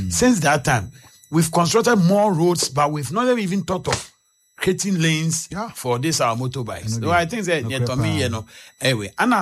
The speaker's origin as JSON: {"language": "English", "country": "Ghana", "said": "And the media, as a country, as a Ghanaian"}